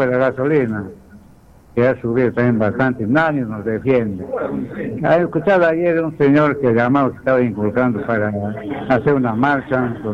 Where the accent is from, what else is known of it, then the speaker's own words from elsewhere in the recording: Peru; Como buen peruano, pues llegan a las 7:30, 8:30.